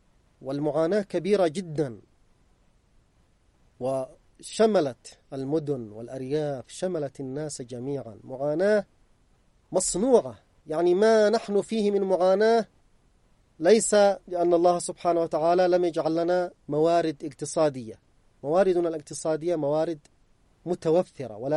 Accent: Yemen; نحن كشعب يمني

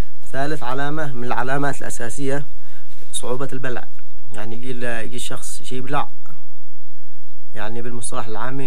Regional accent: Yemen; احنا كمجتمع يمني معنا عدة أسباب غير حق العالم

